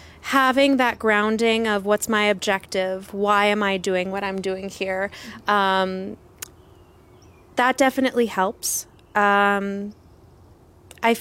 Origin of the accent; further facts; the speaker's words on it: Saskatoon, Saskatchewan, Canada; I'm from Saskatoon.